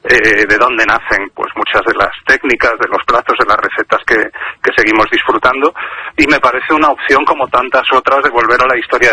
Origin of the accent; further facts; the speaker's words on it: Galicia, Spain; Yo creo que siendo gallego, lo de hablar de comida, lo de pensar sobre comida, lo llevo en el ADN.